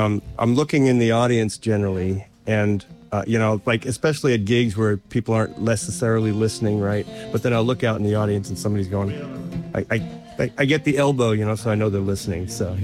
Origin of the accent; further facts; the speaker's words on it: Winchester, Virginia, United States; also born or lived in Brooklyn / Long Island; I was born in Brooklyn. I lived there first couple of years of my life. Then we moved to Long Island for like first few years of grade school. Then we moved to Winchester, Virginia, which is where I kind of grew up